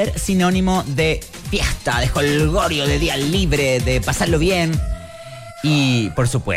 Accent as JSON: {"language": "Spanish", "country": "Chile", "said": "Pero claro, nosotros somos chilenos todo el año, por eso lo decimos siempre"}